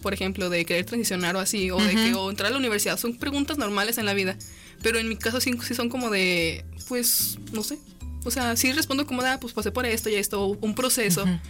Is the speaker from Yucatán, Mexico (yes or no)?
no; Pabellón, Aguascalientes, Mexico